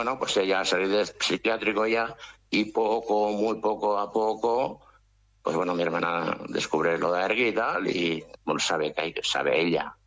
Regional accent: Oiartzun, Basque Country, Spain

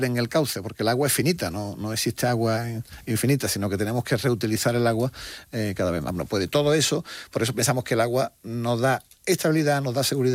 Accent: Spain

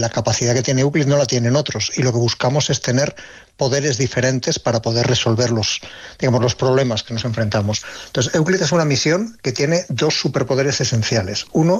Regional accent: Ávila, Castile and León, Spain; Sí, yo soy de Ávila y en Ávila tenemos unos cielos envidiables, de hecho tenemos reservas Starlight y sí, en la zona norte de Ávila de niño

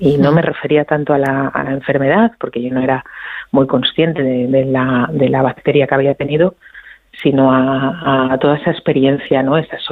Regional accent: Asturias, Spain; soy asturiana

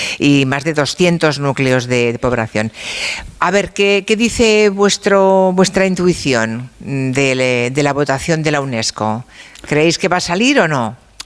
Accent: Monforte de Lemos, Galicia, Spain; Severino Rodríguez, exalcalde del BNG de Monforte de Lemos, de mi pueblo, gran alcalde de Monforte de Lemos

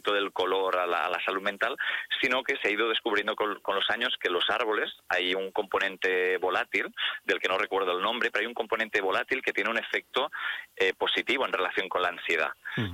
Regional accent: Figueres, Catalonia, Spain; Mira, yo mismo, en mi tierra, que yo soy del Alt Empordà, de Figueras

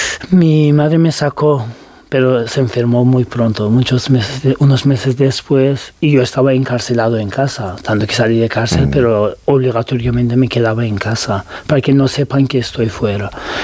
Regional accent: Turkey; now in Spain; da igual que seas también turco, porque digo, soy turco y podía pasar más fácil que otros muchos

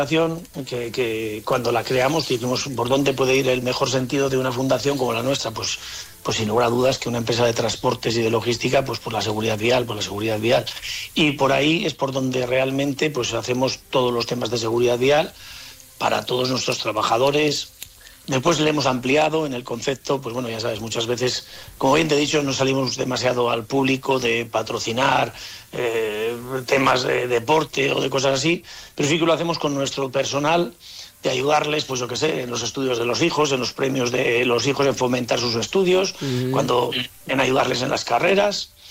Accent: La Rioja, Spain; Somos riojanos, siempre lo llevamos en todos los lados. Nuestra empresa figura aquí en La Rioja, aunque estamos en varios puntos ya del país.

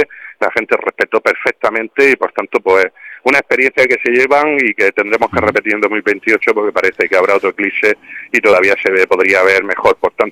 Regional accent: Region of Murcia, Spain; celebrando que somos la playa de Murcia, celebrando la unión entre la huerta y el mar

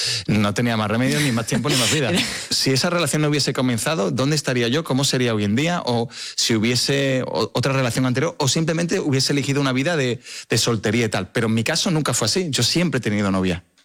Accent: Seville, Andalusia, Spain; porque todo el mundo sabe que yo soy de Sevilla y soy de una ciudad que se vive con mucha pasión.

